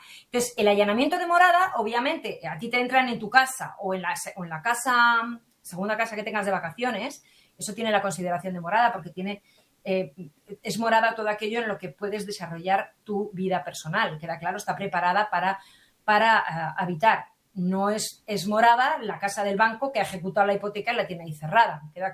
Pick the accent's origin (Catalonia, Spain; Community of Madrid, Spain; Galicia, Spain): Community of Madrid, Spain; Madrid; No, soy de Madrid, así que de valenciana nada, yo soy más madrileña.